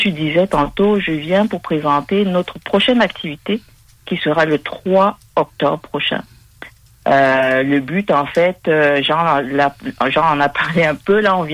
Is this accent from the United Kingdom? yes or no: no; Cameroon; Je suis originaire du Cameroun.